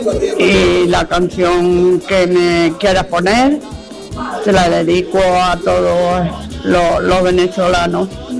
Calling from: Güímar, Canary Islands, Spain; de Guimar.

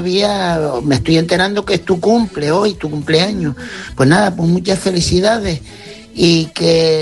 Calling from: Tejina, Canary Islands, Spain; el de Tejina.

